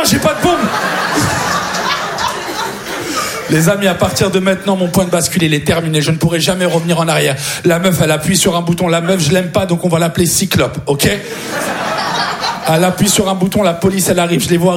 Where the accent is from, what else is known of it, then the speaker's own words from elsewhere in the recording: France; je lui dis, je suis français.